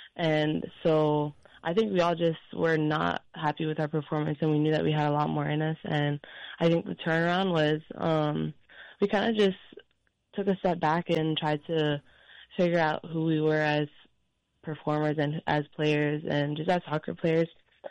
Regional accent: Hawaii, United States; moved away as an adult; come home and represent my home state and my hometown

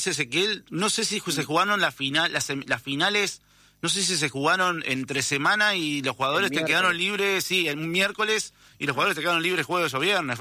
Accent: Uruguay; Como cualquier uruguayo, no todos vivimos del fútbol.

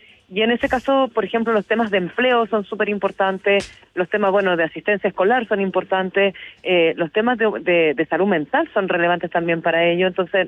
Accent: Santiago, Santiago Metropolitan Region, Chile; yo soy de Quinta Normal, soy nacida, criada en la comuna, vivo en la comuna

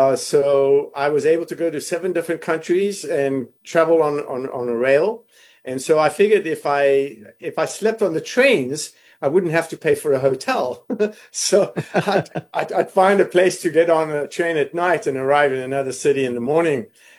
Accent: South Africa; moved away; growing up in South Africa

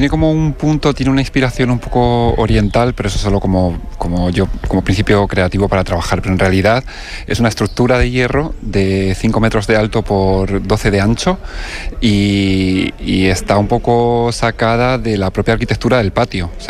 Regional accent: Castilla-La Mancha, Spain; Yo soy manchego, siempre, bueno, pues de pequeño he vivido en una casa con patio

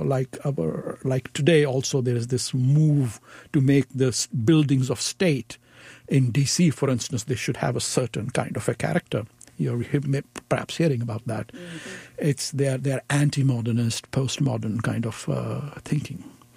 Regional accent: Chandigarh, India; born there; I'm from Chandigarh

